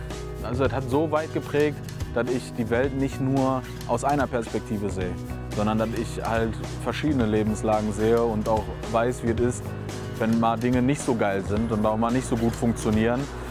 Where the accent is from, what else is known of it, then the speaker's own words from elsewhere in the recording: North Rhine-Westphalia, Germany; Aufgewachsen in Mörserfeld